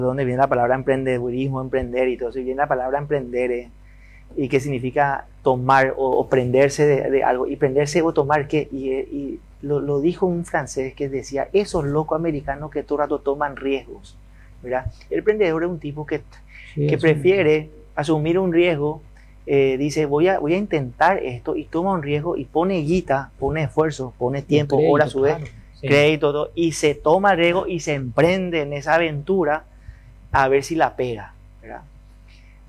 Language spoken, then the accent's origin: Spanish; Paraguay; nosotros como paraguayos